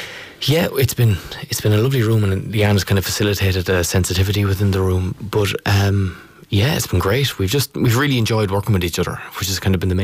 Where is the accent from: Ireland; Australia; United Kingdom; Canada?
Ireland; as an Irish person